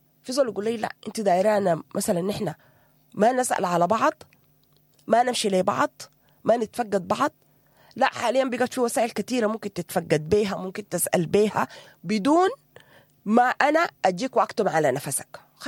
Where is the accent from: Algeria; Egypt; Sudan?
Sudan; أنا إحنا كمجتمع سوداني